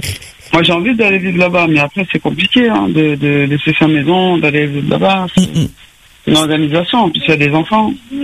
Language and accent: French; Centre-Val de Loire, France; Je suis la maman d'Alia. On est de l'Eure-et-Loire.